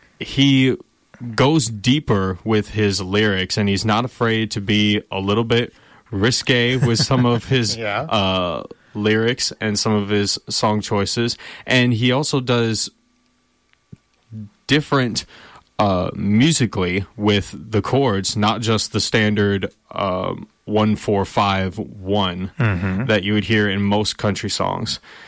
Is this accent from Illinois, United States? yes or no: no; Paragould, Arkansas, United States; also born or lived in Jonesboro; I was born and raised. I was born in Jonesboro. I was raised in Perigold. I went to school at Greene County Tech and then went to college at Arkansas State University for my bachelor's in music education.